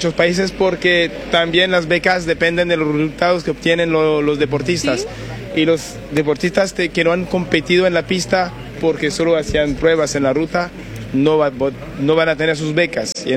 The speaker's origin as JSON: {"language": "Spanish", "country": "France", "said": "Yo soy francés."}